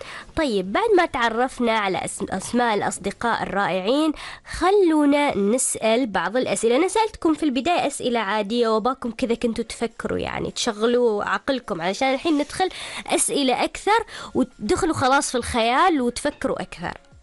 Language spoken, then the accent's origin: Arabic; Oman